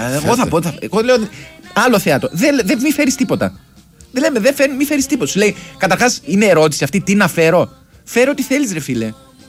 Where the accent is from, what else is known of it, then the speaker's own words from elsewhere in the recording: Crete, Greece; ξέρεις που μπορεί να τύχει αυτό που λες τώρα μόνο στην Κρήτη. Και δεν το λέω επειδή είναι ο τόπος μου.